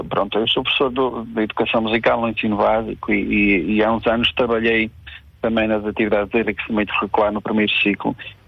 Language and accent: Portuguese; Portugal; now in Vila Nova de Gaia, Portugal; Eu sou natural de uma aldeia próxima de Castro Bay, Cujó, Castro Bay, mas vivo em Vila Nova de Gaia desde 2011.